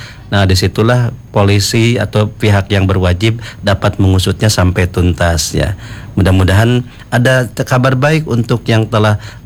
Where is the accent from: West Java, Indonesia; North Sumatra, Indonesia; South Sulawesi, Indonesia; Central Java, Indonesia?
West Java, Indonesia; Bogor; saya orang Bogor juga itu